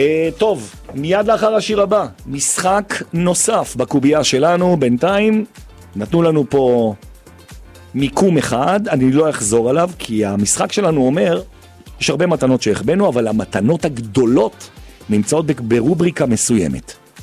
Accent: Jerusalem, Jerusalem District, Israel; אני ירושלמי במהות שלי

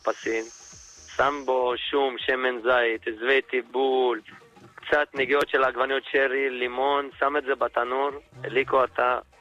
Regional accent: Petah Tikva, Central District, Israel; מפתח תקווה

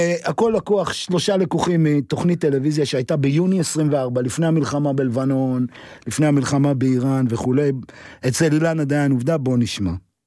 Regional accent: Jerusalem, Jerusalem District, Israel; ואני עוד גדלתי בירושלים שעוד היה שטחים פתוחים.

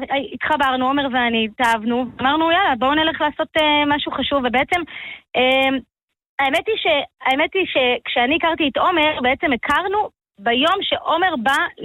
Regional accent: Ramat Gan, Tel Aviv District, Israel; moved away as an adult; אני גדלתי בעיר, אני בחורה מרמת גן

